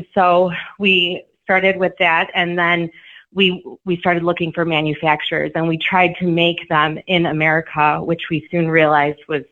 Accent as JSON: {"language": "English", "region": "Illinois", "country": "United States", "tie": "born or raised there", "said": "So I grew up in Illinois, but I spent my summers out in Wisconsin with my family fishing."}